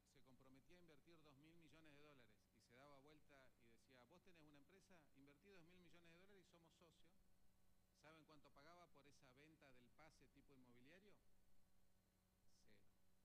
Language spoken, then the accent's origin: Spanish; Neuquén, Argentina; somos todos los neuquinos